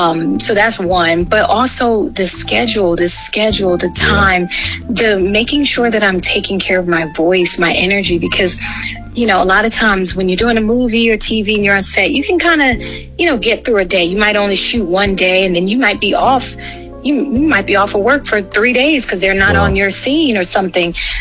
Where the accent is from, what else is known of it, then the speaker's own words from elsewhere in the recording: East Orange, New Jersey, United States; I'm from Jersey. Shout out to East Orange.